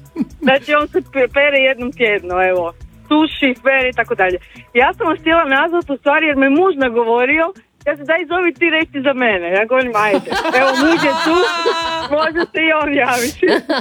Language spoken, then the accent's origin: Croatian; Mali Lošinj, Primorje-Gorski Kotar County, Croatia; evo, mi smo inače iz Malog Lošinja i idemo u Split na par dana